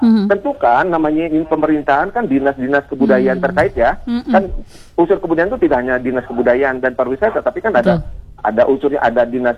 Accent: Tasikmalaya, West Java, Indonesia; Seringkali saya bawa ke daerah saya acara kan ada hajat lembur di Cepat Tuja di Tasik nih.

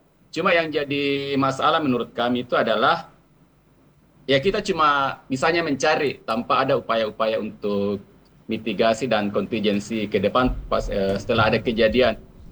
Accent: Pambusuang, West Sulawesi, Indonesia; Iya, Bu. Saya di Pambusuang, kampung nelayan juga ini.

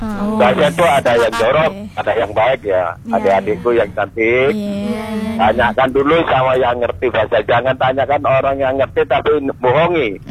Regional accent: Surabaya, East Java, Indonesia; born there; Surabaya asli. Surabaya ndire aku. Yen lahir nang Surabaya aku.

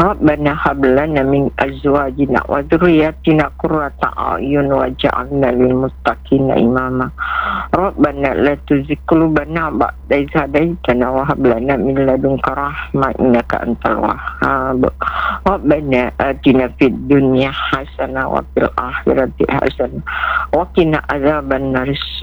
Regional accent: South Sulawesi, Indonesia; Ini juga adalah falsafah hidup kita sebagai orang Bugis.

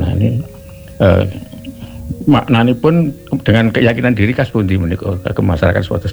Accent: Special Region of Yogyakarta, Indonesia; saking Gunung Kidul

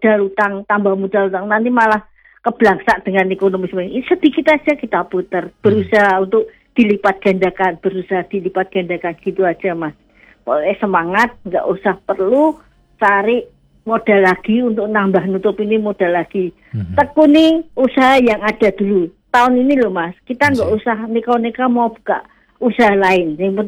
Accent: Semarang, Central Java, Indonesia; moved away as an adult; now in Pemalang, Indonesia; saya itu aslinya dari Semarang, hijrah ke Pemalang.

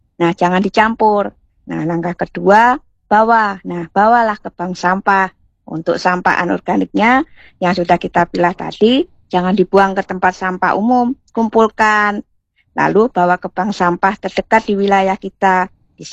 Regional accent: Yogyakarta, Special Region of Yogyakarta, Indonesia; kita sebagai warga Jogja

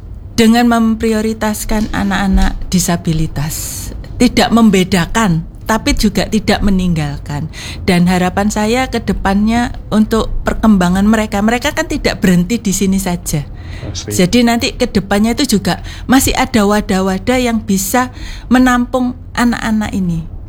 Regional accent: Surabaya, East Java, Indonesia; Saya bangga sebagai warga Surabaya dengan wadah fasilitas perhatian dan bantuan dari aparat lah ya

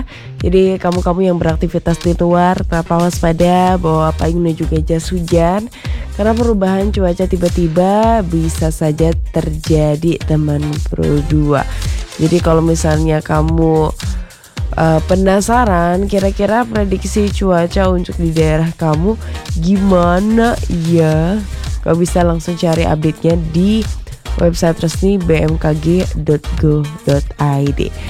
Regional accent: Bangli, Bali, Indonesia; now in Denpasar, Indonesia; Seperti kampung aku mungkin di Bangli itu lebih sering menghadapi hujan

